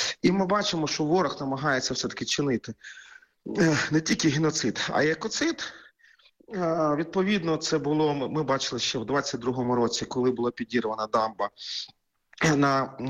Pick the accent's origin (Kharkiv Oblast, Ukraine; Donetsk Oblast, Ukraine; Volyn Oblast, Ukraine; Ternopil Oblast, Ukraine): Kharkiv Oblast, Ukraine; Kharkiv; як, наприклад, в моєму рідному Харкові мають очисні споруди